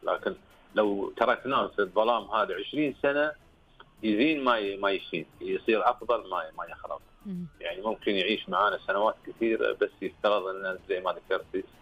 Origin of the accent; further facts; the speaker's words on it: Al-Ahsa, Eastern Province, Saudi Arabia; عندنا في الأحساء